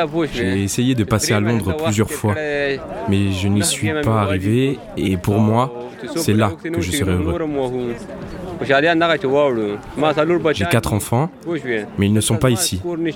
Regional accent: Kapisa, Afghanistan; now in France; je suis originaire de la ville de Kapisa, en Afghanistan.

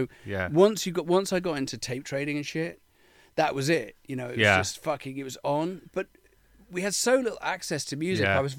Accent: England, United Kingdom; also born or lived in Zambia; So I was born in Zambia and I moved to England when I was three in 1975.

